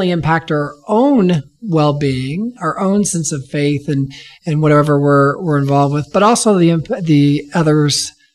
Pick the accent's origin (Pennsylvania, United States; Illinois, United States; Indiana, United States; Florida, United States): Indiana, United States; Evansville; I'm a native from Evansville. Grew up here. My wife and I did.